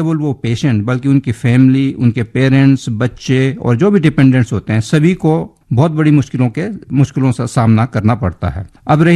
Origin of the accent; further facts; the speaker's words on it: Himachal Pradesh, India; मैं भी पहाड़ी हूँ, मैं हिमाचल से हूँ।